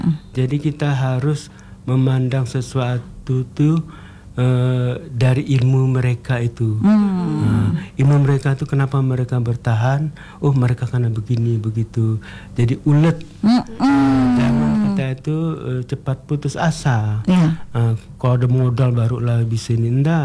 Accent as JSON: {"language": "Indonesian", "region": "West Kalimantan", "country": "Indonesia", "said": "Jadi kita nih orang Kalimantan Barat"}